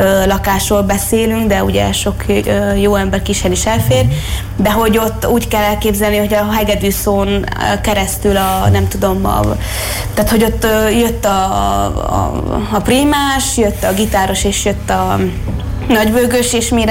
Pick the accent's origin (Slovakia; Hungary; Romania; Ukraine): Romania; Transylvania; ahol én felnőttem, Erdélyben, én tömbházban nőttem fel, ahol kis túlzással azt is hallom, hogyha a szomszéd köhög.